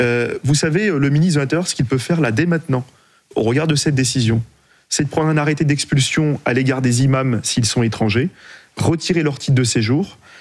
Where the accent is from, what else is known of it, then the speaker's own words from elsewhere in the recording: France; en tant que musulman aujourd'hui, pas seulement en tant que Français, en tant que musulman